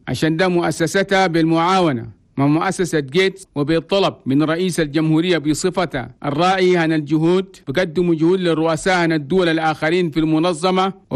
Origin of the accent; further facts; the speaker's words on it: Chad; بلدنا تشاد قاعدة تتعاون بشكل كبير مع الشركاء الدوليين والمحليين